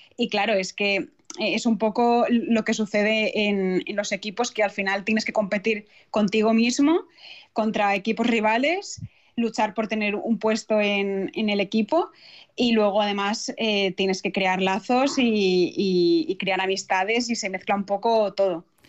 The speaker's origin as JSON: {"language": "Spanish", "region": "Valencian Community", "country": "Spain", "said": "está ubicado en la Comunidad Valenciana, que es de donde soy yo."}